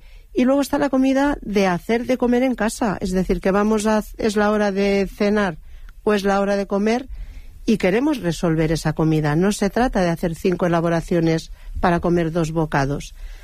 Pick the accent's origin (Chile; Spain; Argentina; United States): Spain; Lleida, Catalonia; Y yo, que es, yo soy de Lleida, entonces el día que hay un nubarrón ya estamos preparando las bolsas y las botas para ir a por caracoles.